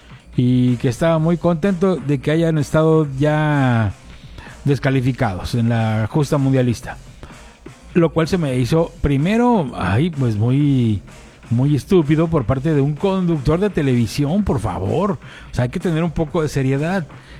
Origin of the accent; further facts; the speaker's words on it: Mexico; no creo que los mexicanos le tengamos envidia a los argentinos.